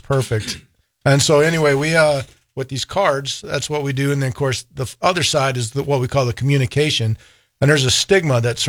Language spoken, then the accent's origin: English; Texas, United States; I grew up in Texas, and so there's a lot of yes ma'am, yes sirs, all that stuff.